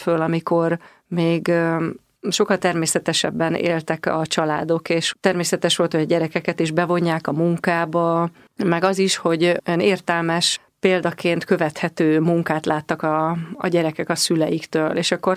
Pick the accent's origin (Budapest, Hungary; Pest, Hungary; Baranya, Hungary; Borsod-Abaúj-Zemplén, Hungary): Baranya, Hungary; Komló; Komlón születtem, már jó régen, 54 éves vagyok, és ez ugye egy baranyai kisváros, Pécs vonzás körzetében, de ami a legfontosabb, hogy a Mecsek-hegységben